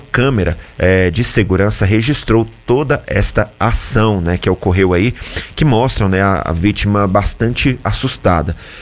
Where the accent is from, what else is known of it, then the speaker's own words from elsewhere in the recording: Goiás, Brazil; moved away; eu sou do estado de Goiás